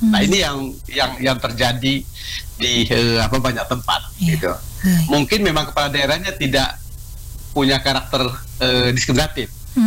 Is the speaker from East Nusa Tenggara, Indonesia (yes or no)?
yes; East Nusa Tenggara, Indonesia; Bu Christine, saya dari Pantai Utara Flores, saya tahu betul cukup banyak keluarga dari satu atau satu klan misalnya